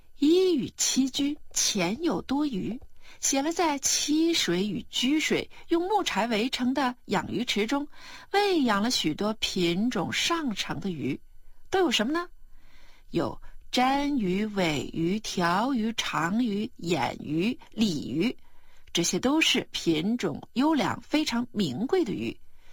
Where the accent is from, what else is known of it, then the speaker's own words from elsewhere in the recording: China; 几千年来我们中国人对鱼的偏爱和钟情却始终不变。